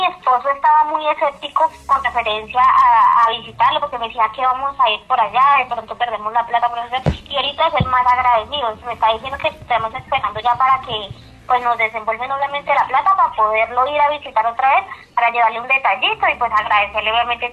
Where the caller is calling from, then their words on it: Bogotá, Colombia; Acá del barrio Juan Rey, profesor, en Bogotá